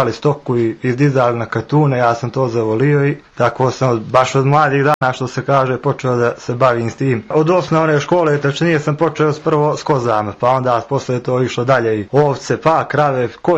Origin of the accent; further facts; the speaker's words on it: Podgorica, Montenegro; born there; ja sam rođen dolje u Podgoricu, točnije u naselje Masline